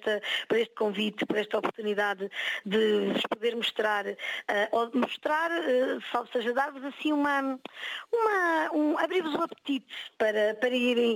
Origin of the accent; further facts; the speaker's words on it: Lisbon, Portugal; moved away as an adult; now in Sintra, Portugal; porque eu nasci em Lisboa, nasci num bairro muito típico de Lisboa, sou do bairro da Ajuda, vivo em Sintra há muitos anos, minha mãe é do Norte, meu pai é de Lisboa